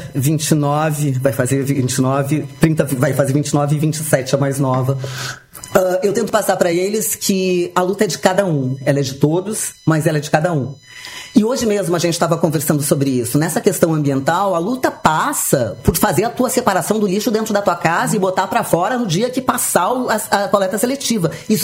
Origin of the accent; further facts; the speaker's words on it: Rio Grande do Sul, Brazil; moved away as an adult; eu como gaúcha